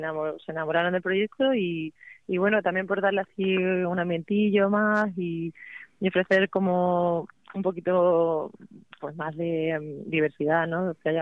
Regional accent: Cáceres, Extremadura, Spain

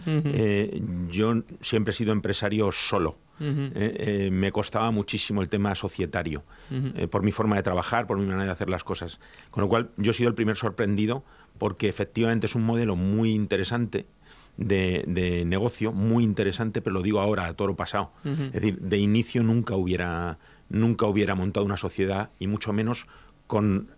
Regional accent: Madrid, Community of Madrid, Spain; yo no soy de extremeño, yo soy de Madrid

